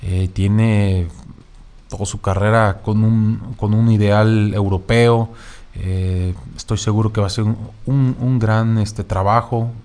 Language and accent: Spanish; Mexico; todo lo que queremos como mexicanos aficionados